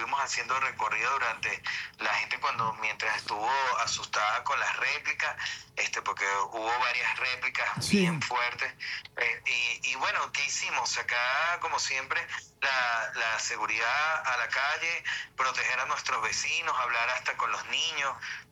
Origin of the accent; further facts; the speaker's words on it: Venezuela; nosotros como buenos venezolanos y como buenos atillanos